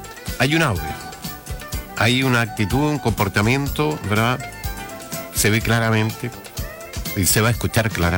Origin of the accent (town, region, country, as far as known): Chile